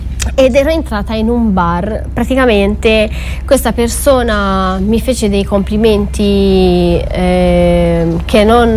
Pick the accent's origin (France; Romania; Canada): Romania; now in Italy; del mio essere proprio rumena